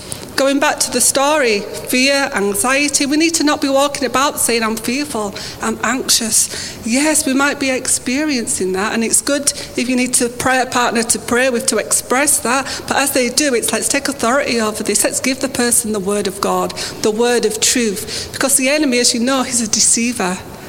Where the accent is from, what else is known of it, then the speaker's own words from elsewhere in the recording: Bradford, Yorkshire and the Humber, United Kingdom; I'm from Bradford